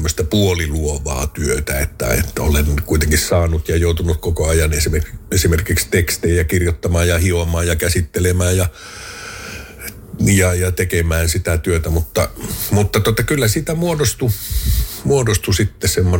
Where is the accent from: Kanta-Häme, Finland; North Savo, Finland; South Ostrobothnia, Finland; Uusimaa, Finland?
North Savo, Finland; Outokumpu; Olen maalta kotoisin ja vaatimaton koti.